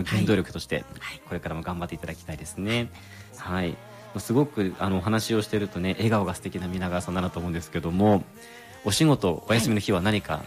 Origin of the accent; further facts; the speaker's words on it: Rifu, Miyagi, Japan; 僕の地元は宮城県利府町。実は海もあるってご存知でしたか？浜田地区、須賀地区という漁業が盛んな地域も利府町で、牡蠣やワカメなどの海産物が収穫できます。